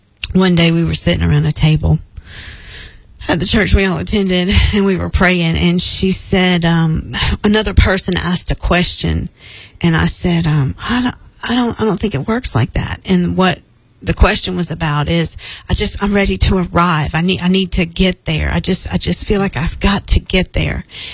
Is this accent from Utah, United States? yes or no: no; Charleston, South Carolina, United States; because I'm from Charleston, so everybody talks real Southern and slow.